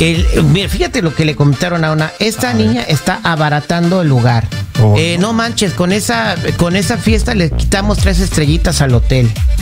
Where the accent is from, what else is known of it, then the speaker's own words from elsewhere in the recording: Morelia, Michoacán, Mexico; moved away; en Morelia, en mi tierra